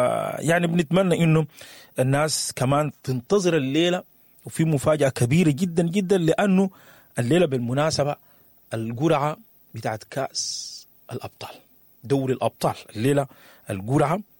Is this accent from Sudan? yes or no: yes; Sudan; بالنسبة لبلدنا السودان